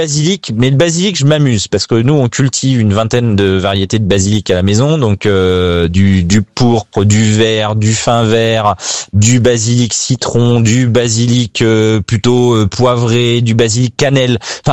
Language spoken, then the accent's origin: French; Normandy, France; parce que je suis normand et que j'adore l'acidité.